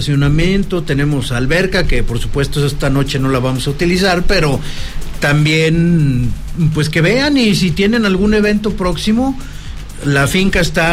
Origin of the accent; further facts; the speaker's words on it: Zacatecas, Mexico; Somos cuatro artistas zacatecanos de amplia trayectoria